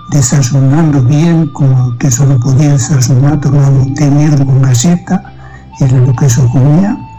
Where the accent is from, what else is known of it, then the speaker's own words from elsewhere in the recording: Tacuarembó, Uruguay; Sí, señor. Soy de aquí de Tacuarembó.